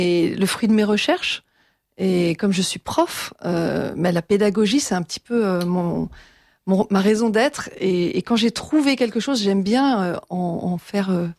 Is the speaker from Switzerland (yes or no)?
yes; Geneva, Switzerland; born there; moi je suis née à Genève, j'y habite, c'est le canton des organisations internationales